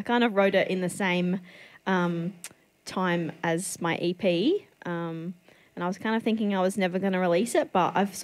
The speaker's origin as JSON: {"language": "English", "town": "Kadina", "region": "South Australia", "country": "Australia", "tie": "born or raised there", "said": "I grew up in Kadena on the York Peninsula, and then went to boarding school and then went to uni."}